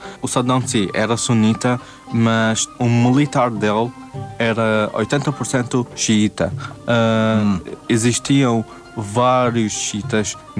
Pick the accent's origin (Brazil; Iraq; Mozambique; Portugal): Iraq